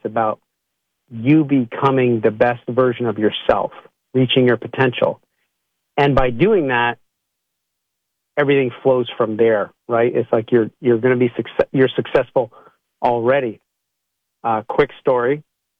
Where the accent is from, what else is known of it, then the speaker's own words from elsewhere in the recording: Canada; moved away as an adult; I'm originally from Canada.